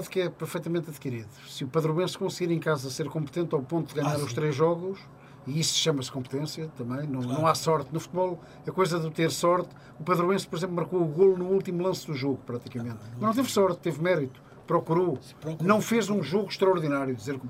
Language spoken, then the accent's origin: Portuguese; Matosinhos, Norte, Portugal; para nós que somos de Matosinhos